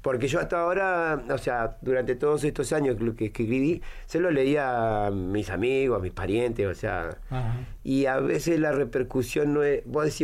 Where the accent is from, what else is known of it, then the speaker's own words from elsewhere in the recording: Río Gallegos, Santa Cruz, Argentina; De acá, de Río Gallegos.